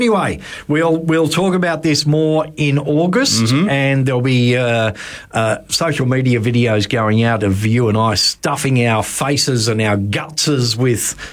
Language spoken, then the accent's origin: English; Clunes, Victoria, Australia; born there; moved away; I was born in Clunes.